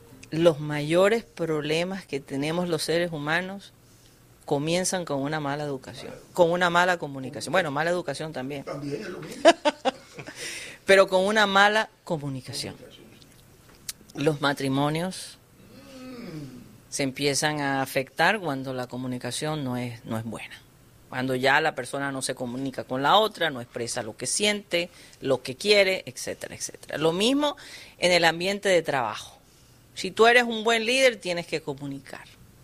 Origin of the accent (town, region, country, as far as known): Caribbean coast, Colombia